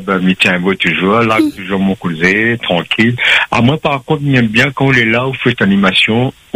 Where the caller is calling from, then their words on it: Nantes, Pays de la Loire, France; Ben, de Nantes.